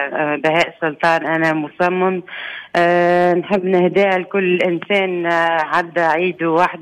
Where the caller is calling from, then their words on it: Sidi Alouane, Mahdia Governorate, Tunisia; من المهدية من سيدي علوان بالضبط.